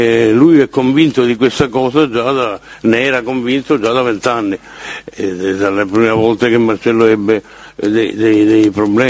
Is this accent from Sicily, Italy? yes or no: yes; Palermo, Sicily, Italy; sono palermitano come lui